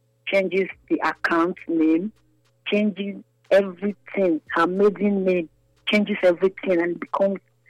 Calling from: Benin City, Edo, Nigeria; I'm calling from Benin.

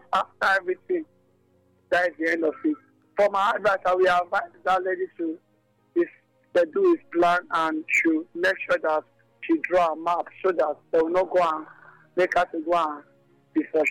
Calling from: Benin City, Edo, Nigeria; calling you from the city of Benin City.

